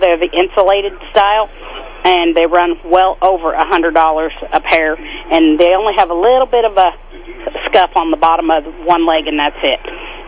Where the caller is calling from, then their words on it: Marshall, Missouri, United States; I'm calling from Marshall.